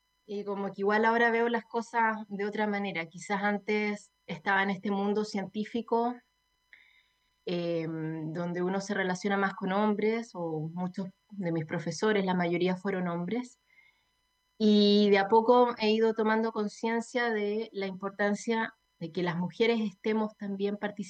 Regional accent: Magallanes and Chilean Antarctica, Chile; volví a Punta Arenas, yo soy nacida y criada en Magallanes

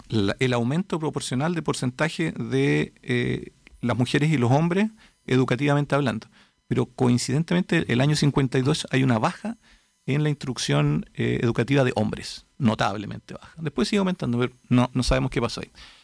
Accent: Chile

